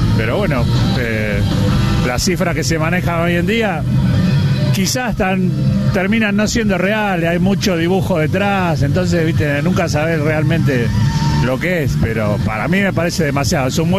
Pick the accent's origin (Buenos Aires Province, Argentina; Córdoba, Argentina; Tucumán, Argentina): Buenos Aires Province, Argentina; Paso del Rey; soy de Paso Rey, zona oeste, bueno, hincha de Tigre